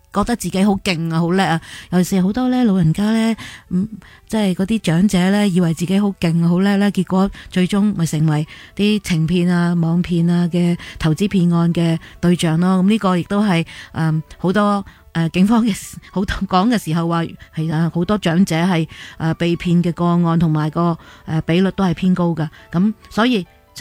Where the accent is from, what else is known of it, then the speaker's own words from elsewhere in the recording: Hong Kong; 令到尤其是我哋喺香港长大嘅朋友咧，系好有共鸣咯。